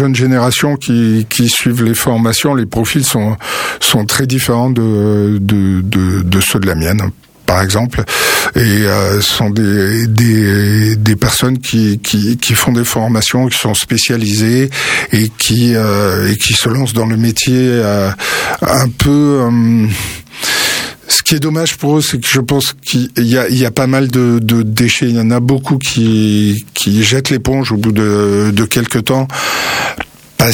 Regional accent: Occitanie, France

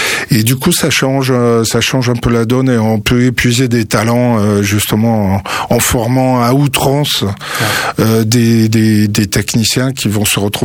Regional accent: Occitanie, France

